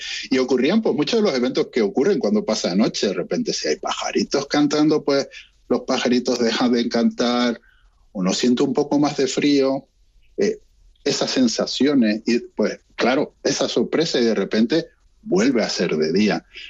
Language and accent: Spanish; Canary Islands, Spain; accent: Canarian; now in Norway; Bueno, verán en mi tono que soy canario, pues soy un canario uh-huh. emigrado al polo desde hace, pues llevo aquí desde 11 años.